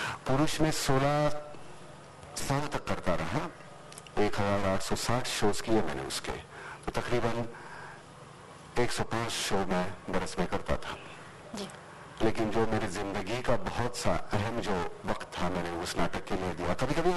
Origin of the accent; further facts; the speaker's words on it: Maharashtra, India; मेरा बचपन गांव में बीता, मेरे जंजरा में, पहली से सातवीं तक।